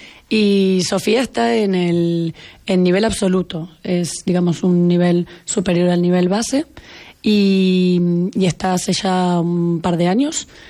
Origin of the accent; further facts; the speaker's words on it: Argentina; moved away; Yo soy argentina